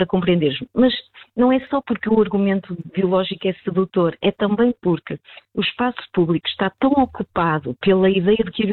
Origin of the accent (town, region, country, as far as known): Portugal